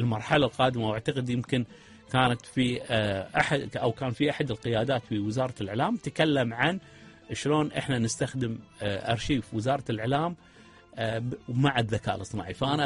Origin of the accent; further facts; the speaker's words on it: Kuwait; موجودة عندنا بالكويت